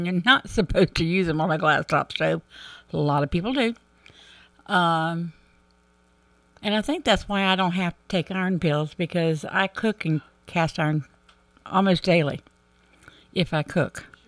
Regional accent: Plant City, Florida, United States; also born or lived in Orange Park; Well, I was born in Plant City. Spent the first half of my life down there. But, I stayed down until the sixth grade, and then we moved to Orange Park.

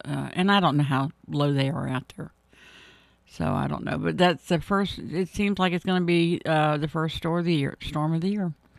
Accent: Florida, United States; I grew up on the Gulf side of state

